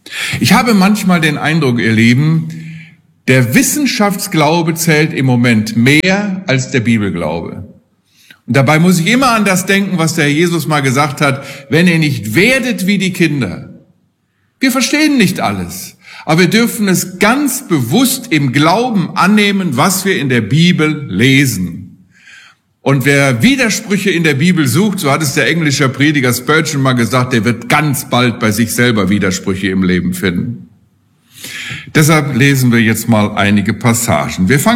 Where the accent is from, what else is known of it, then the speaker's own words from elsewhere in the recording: Steinbach, Hesse, Germany; Würden fast bis in meinen Heimatort Steinbach sehen können.